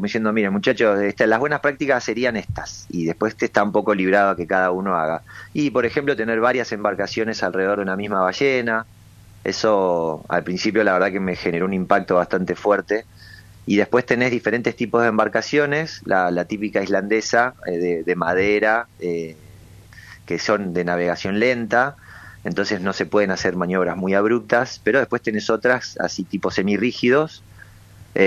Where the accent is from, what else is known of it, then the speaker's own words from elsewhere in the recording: Patagonia, Argentina; moved away; Cuando digo que soy de la Patagonia